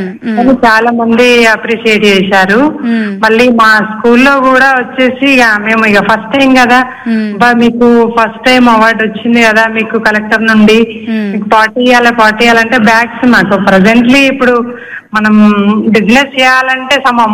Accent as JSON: {"language": "Telugu", "town": "Sircilla", "region": "Telangana", "country": "India", "said": "మాది ఇక్కడ వచ్చేసి వర్కింగ్ కొనరావుపేట మండల్. మా ఊరు వచ్చేసి సిరిసిల్ల అండి."}